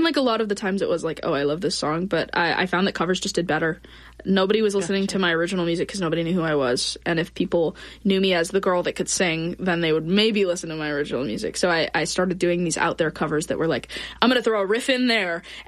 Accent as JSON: {"language": "English", "town": "Granite City", "region": "Illinois", "country": "United States", "tie": "born or raised there", "said": "So I grew up in Granite City, Illinois, which is this tiny little steel mill town right outside of St. Louis."}